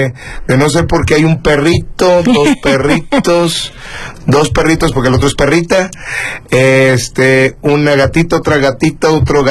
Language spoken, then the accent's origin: Spanish; Los Cabos, Baja California Sur, Mexico; also born or lived in La Paz; nací aquí, en La Paz. Justo eso te iba a apuntar. Aquí pasé mis primeros 2 años, mis papás trabajaban aquí, después nos fuimos a Los Cabos, ahí, hasta secundaria, y en la preparatoria ya me regresé a La Paz